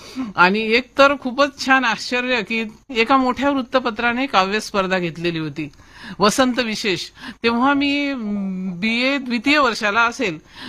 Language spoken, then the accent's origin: Marathi; Anjangaon Surji, Maharashtra, India; माझं माहेर सुरजी अंजनगाव अमरावती जिल्ह्यातलं